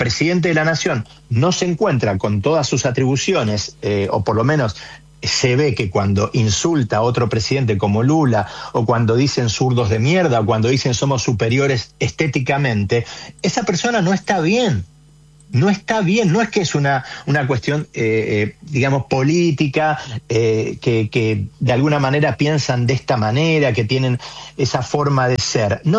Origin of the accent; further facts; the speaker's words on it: Argentina; tenemos que empezar a preguntarnos qué es lo que queremos como argentinos y qué es lo que queremos como ciudadanos realmente para las próximas elecciones.